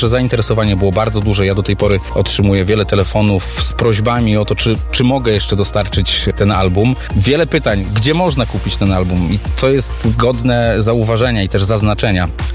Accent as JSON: {"language": "Polish", "town": "Biała Podlaska", "region": "Lublin Voivodeship", "country": "Poland", "said": "wszyscy jesteśmy z Orzechówka"}